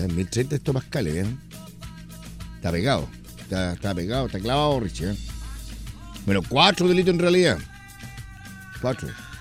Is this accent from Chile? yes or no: yes; Chile; Nosotros no somos así los chilenos somos más respetuosos, más bajito perfil